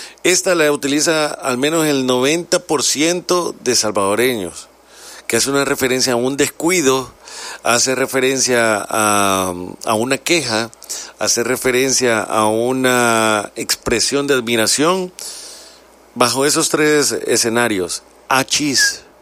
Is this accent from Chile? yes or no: no; Honduras; Soy hondureña y ya me aprendí la palabra